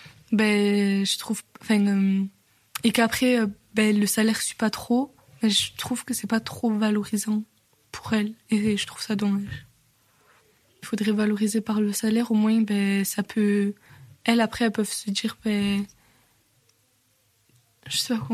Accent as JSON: {"language": "French", "town": "Montauban", "region": "Occitanie", "country": "France", "tie": "born there", "said": "je suis née à Montauban et j'habite à Quéus."}